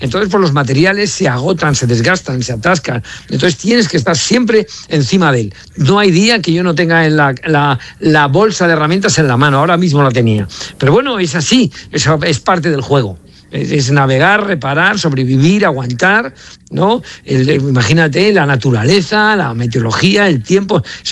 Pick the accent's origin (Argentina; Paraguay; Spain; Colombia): Spain; Madrid, Community of Madrid; tengo una casilla ahí, vivo en Madrid, yo soy de Madrid y voy, pero realmente yo vivo navegando desde hace ya varios años.